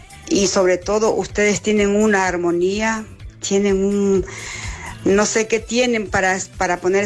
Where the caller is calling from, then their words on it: Valladolid, Castile and León, Spain; Te hablo desde Valladolid, España.